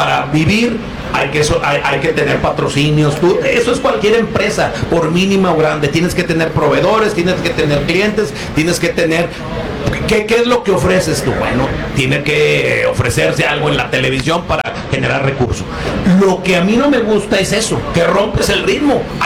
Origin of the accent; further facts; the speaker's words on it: Mexico; Yo soy mexicano. Y siempre voy a ser mexicano.